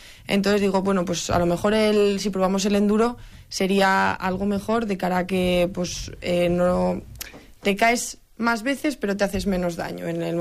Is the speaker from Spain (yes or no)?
yes; Andorra, Aragon, Spain; Soy de Andorra, Teruel